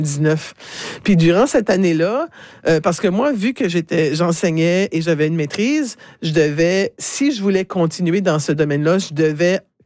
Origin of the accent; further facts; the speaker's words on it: Moncton, New Brunswick, Canada; c'est fait que je suis revenue chez moi à Moncton. Je vivais à Dieppe à ce moment-là, donc je suis revenue à Dieppe en juillet 2001 en fait.